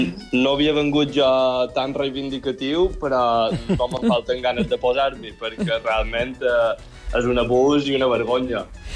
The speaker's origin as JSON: {"language": "Catalan", "town": "Montuïri", "region": "Balearic Islands", "country": "Spain"}